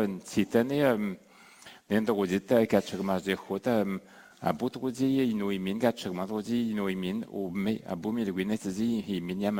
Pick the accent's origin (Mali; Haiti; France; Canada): Canada; Pessamit, Quebec; quand il m'a ramené chez nous à Pessamit